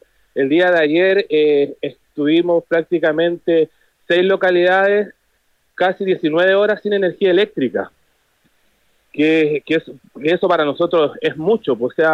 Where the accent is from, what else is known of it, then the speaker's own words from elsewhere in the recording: Coquimbo, Chile; Yo soy residente del Valle Alto.